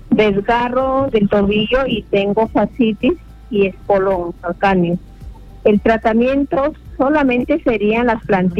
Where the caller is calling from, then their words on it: Piura, Peru; Estoy llamando de Piura.